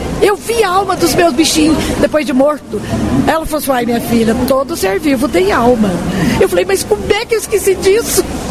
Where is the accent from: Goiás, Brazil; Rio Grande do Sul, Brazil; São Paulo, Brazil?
Goiás, Brazil; Goiânia; Sou de Goiânia mesmo, do estado de Goiás, né? Sou de Barzagão. E milito em Goiânia já há 62 anos, fui criada aqui. E o caso interessante, apesar de ser espírita